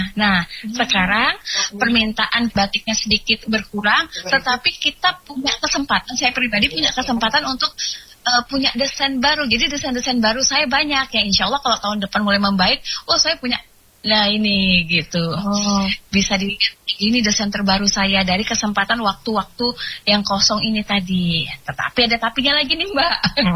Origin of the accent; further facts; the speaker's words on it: East Kalimantan, Indonesia; also born or lived in Java; saya sendiri adalah asli orang Kutai. Saya orang Kutai yang belajar batik di Jawa.